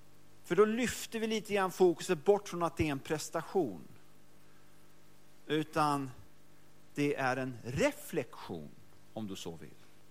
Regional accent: Mölndal, Västra Götaland County, Sweden; Och jag kommer från Mölndal. Kan en del om Mölndal också.

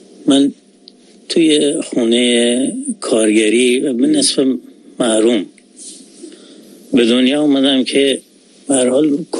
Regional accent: Masjed Soleyman, Khuzestan, Iran; also born or lived in Omidiyeh; ولی خب من دبستان دیگه از مسجد سلیمان شروع کردم.

